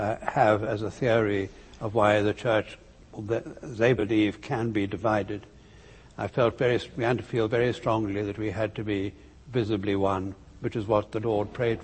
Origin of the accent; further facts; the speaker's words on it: South Africa; born there; I was born in South Africa, remember?